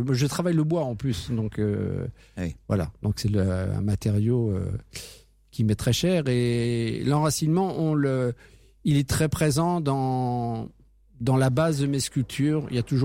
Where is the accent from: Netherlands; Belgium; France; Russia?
France; Paris, Île-de-France; moved away as an adult; now in Argenton-sur-Creuse, France; Moi, je suis né à Paris... Je suis un parigot.